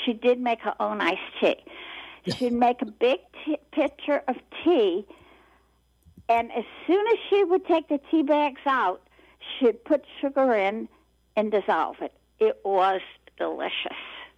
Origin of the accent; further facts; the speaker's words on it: New Orleans, Louisiana, United States; growing up in New Orleans.